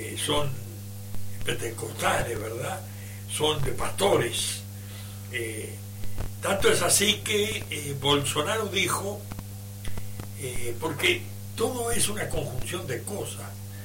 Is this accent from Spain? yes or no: no; Uruguay